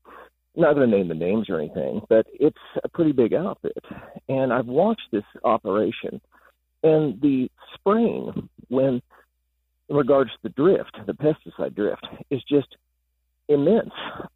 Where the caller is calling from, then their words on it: Westport, Illinois, United States; I am in Westport, Illinois, also the Vincennes, Indiana. The communities basically adjoin each other between the Wabash River.